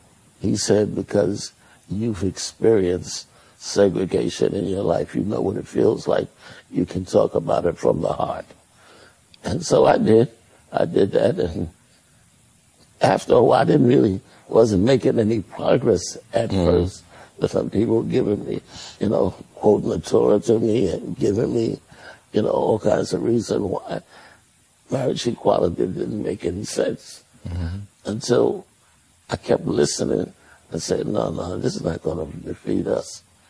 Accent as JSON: {"language": "English", "region": "the South", "country": "United States", "said": "because I am from the South"}